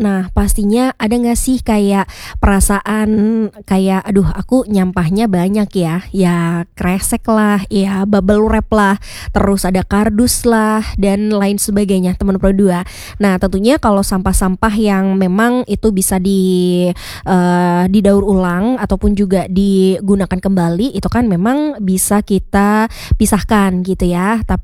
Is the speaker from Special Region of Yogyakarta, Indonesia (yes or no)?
yes; Yogyakarta, Special Region of Yogyakarta, Indonesia; kita sebagai warga Kota Yogyakarta